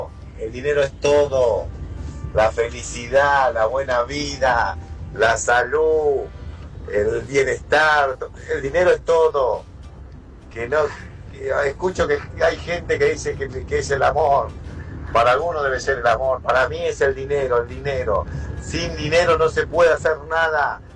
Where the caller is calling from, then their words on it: Buenos Aires Province, Argentina; de Zona Oeste.